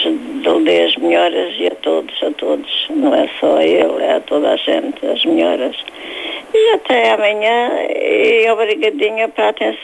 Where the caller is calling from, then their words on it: Alentejo, Portugal; Que sou do Alentejo.